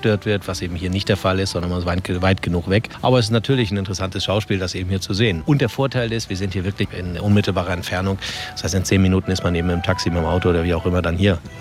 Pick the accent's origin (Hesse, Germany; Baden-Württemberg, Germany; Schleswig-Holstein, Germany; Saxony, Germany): Schleswig-Holstein, Germany; Flensburg; Ja, ich komme ursprünglich aus dem Norden, aus Flensburg, genau.